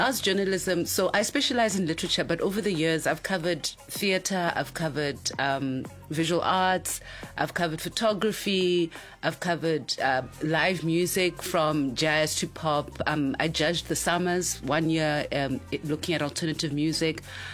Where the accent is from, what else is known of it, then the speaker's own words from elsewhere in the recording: South Africa; No, I'm from South Africa. So I'm an arts journalist. Not entertainment, arts.